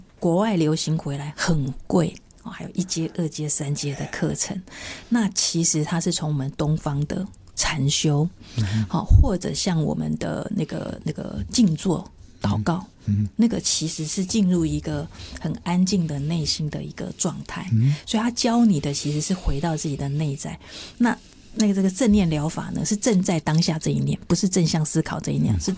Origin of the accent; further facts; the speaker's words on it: Taiwan; 我们台湾人